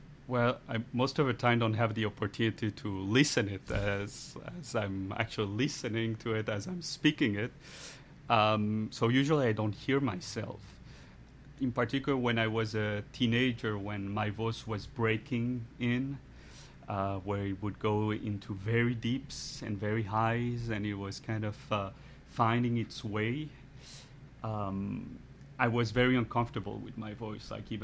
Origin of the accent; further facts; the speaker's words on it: New York, United States; born there; I'm half French, half Mexican. I was born in New York.